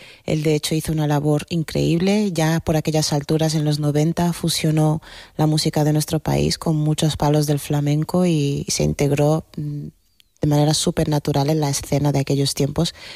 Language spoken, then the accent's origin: Spanish; Lisbon, Portugal; moved away as an adult; now in Madrid, Spain; mis padres vienen de una isla en Guinea-Bissau, en la costa occidental africana, y yo crecí en Lisboa y llevo ya 22 años viviendo aquí en Madrid.